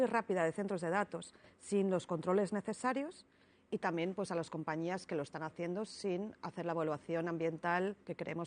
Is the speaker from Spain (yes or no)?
yes; Spain; Se echa de menos en lugares como en España, de donde yo soy.